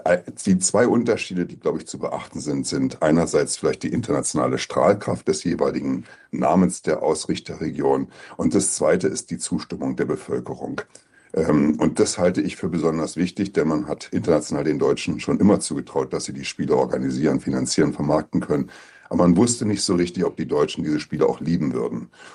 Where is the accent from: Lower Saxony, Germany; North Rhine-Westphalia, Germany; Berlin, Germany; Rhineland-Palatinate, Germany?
Berlin, Germany; Natürlich hätte ich als Berliner am liebsten das in Berlin